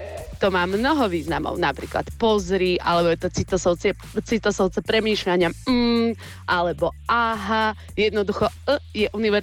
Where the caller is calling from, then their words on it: Pohorelá, Banská Bystrica Region, Slovakia; Ja pochádzam z Rídzej, Horehronskej obce Pohorela